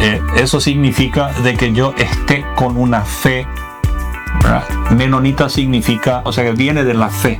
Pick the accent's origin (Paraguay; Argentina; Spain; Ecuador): Paraguay; somos paraguayos con los mismos derechos y con las mismas obligaciones que todo el resto. Entonces, por favor, le dije que yo me siento muy paraguayo y creo que voy a morir como paraguayo.